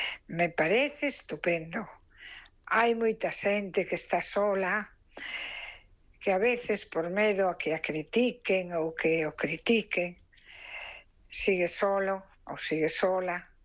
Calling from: Cangas, Galicia, Spain; de Cangas

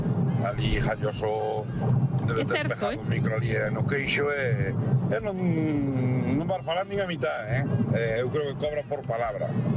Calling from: Arbo, Galicia, Spain; Bons días

